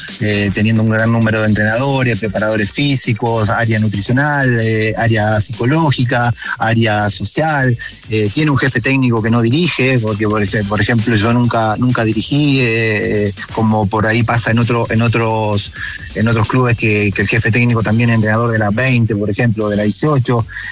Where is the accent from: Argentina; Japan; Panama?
Argentina; Discúlpeme, pero soy argentino, discúlpeme.